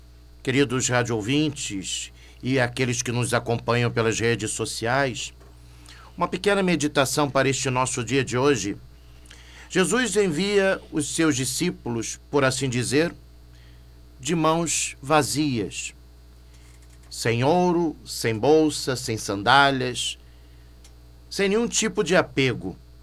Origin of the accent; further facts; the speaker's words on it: Rio de Janeiro, Brazil; moved away as an adult; now in Itumbiara, Brazil; A minha cidade natal é o Rio de Janeiro e estou encardinado na Arquidiocese de Niterói, onde fui ordenado sacerdote da Santa Igreja.